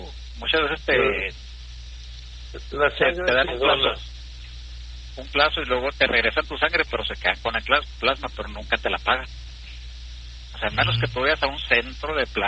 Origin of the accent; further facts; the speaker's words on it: Ciudad Juárez, Chihuahua, Mexico; de Juárez, no sé cómo está el rollo, como para ir a donar sangre de vez en cuando también.